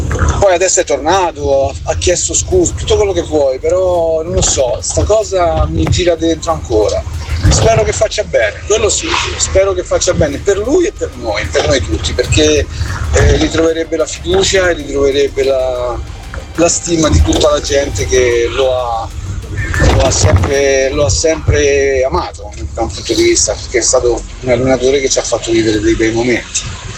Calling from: Genoa, Liguria, Italy; da Genova.

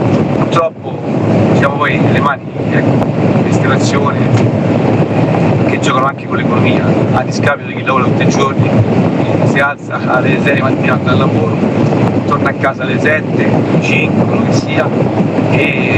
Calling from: Rome, Lazio, Italy

